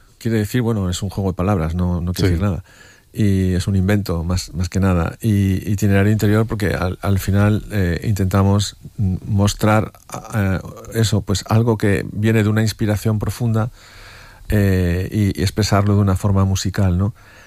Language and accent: Spanish; Cuba; born there; moved away; yo soy cubano de nacimiento y ese idioma no me es difícil.